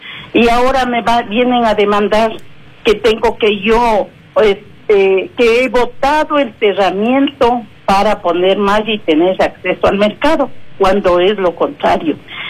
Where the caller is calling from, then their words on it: Sangolquí, Pichincha, Ecuador; Soy de aquí, de San Golquí.